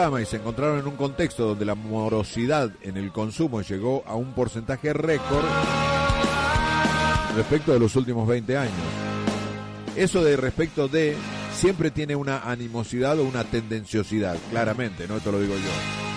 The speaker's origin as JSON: {"language": "Spanish", "country": "Argentina", "said": "como sociedad, como argentinos"}